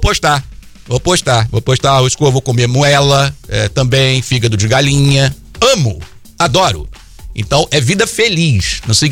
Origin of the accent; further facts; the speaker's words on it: Brazil; a gente é brasileiro, irmão. A gente é brasileiro